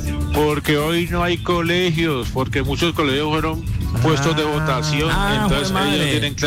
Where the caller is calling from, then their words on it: Cali, Valle del Cauca, Colombia; desde, como siempre, en las calles de Cali